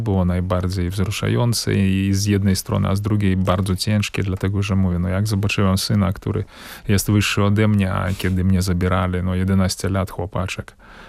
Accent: Belarus; moved away as an adult; No ale tam się urodziłem, tam żyłem, w tamtej, jestem po prostu z tamtej rzeczywistości.

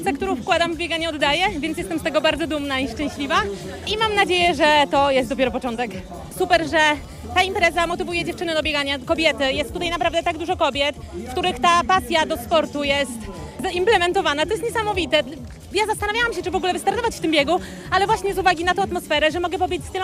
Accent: Warsaw, Masovian Voivodeship, Poland; taki u nas w Warszawie bardzo duży podbieg

